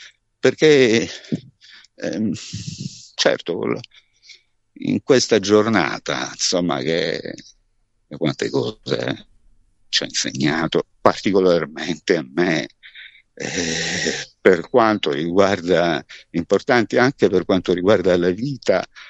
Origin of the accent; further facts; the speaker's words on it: Taranto, Apulia, Italy; born there; now in Teramo, Italy; sono tarantino di nascita